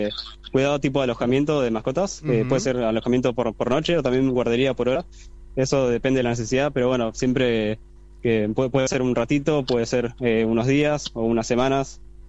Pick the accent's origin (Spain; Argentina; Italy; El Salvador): Argentina; Lanús, Buenos Aires Province; moved away as an adult; now in Quilmes, Argentina; yo soy de Lanús. Recientemente me mudé a Quilmes. Ahora estoy en Lanús igual.